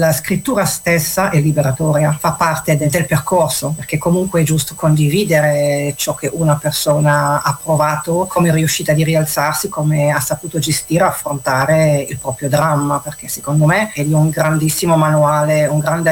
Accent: Germany; Germania.

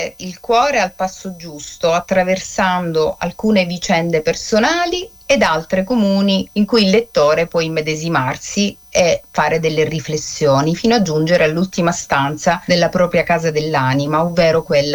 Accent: Catania, Sicily, Italy

